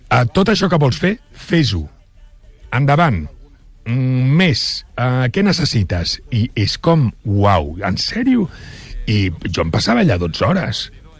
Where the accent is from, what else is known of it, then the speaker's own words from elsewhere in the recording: Catalonia, Spain; moved away as an adult; és perquè sóc català.